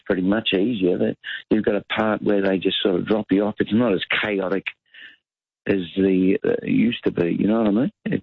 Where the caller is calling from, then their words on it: Wanaka, Otago, New Zealand; I'm calling from New Zealand, Wanaka. My son got married here.